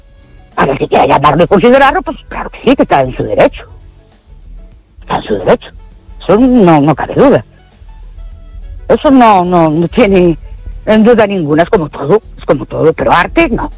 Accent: Ourense, Galicia, Spain; Buenas noches … de Urense.

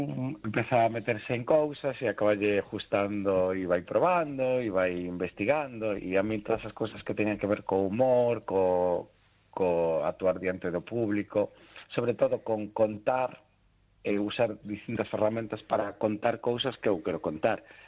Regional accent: Cangas, Galicia, Spain; donde son contos de mujeres de Morrazo, que de donde son eu, de Cangas.

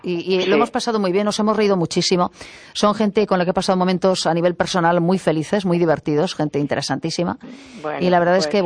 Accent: A Coruña, Galicia, Spain; yo soy coruñesa de origen, hoy me siento especialmente coruñesa, estoy haciendo el programa desde aquí

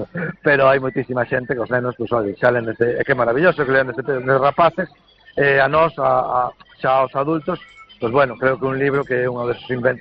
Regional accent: Bañobre, Galicia, Spain; se o digo polo meu pueblo, non? Bañobre, quer dicir, non somos nin concello, temos unha verbena, non?

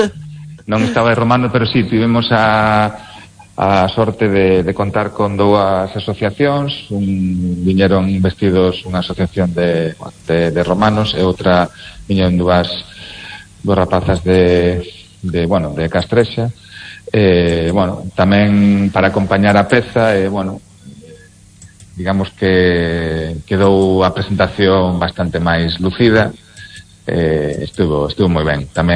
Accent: Lugo, Galicia, Spain

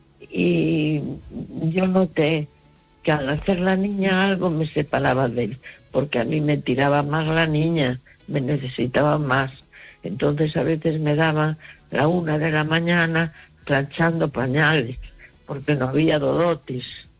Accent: A Coruña, Galicia, Spain

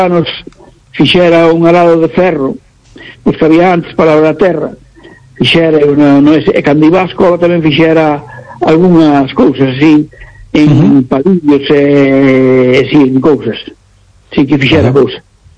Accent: Cedeira, Galicia, Spain; Eu son de Tasafor de Cedeira, sí.

